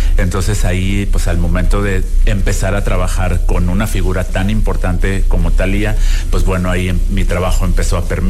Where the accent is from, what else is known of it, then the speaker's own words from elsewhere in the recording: Guadalajara, Jalisco, Mexico; born there; now in Mexico City, Mexico; Según yo nací en Guadalajara, venía por un año nada más a la Ciudad de México a tomarme fotos con los famosos.